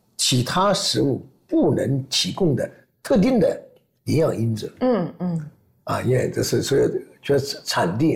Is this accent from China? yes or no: yes; China; 我们中国人有意识吃点西方的产品